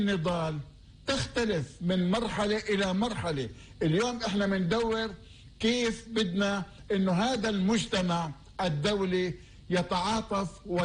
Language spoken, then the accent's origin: Arabic; Palestine; كفلسطينيين